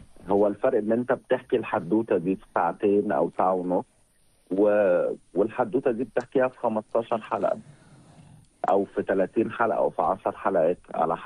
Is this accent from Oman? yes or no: no; Egypt; زمان كان عندنا في مصر